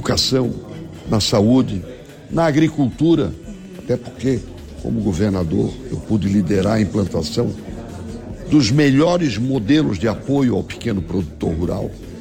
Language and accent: Portuguese; Santa Catarina, Brazil; sou de Santa Catarina, pertenço ao estado de Santa Catarina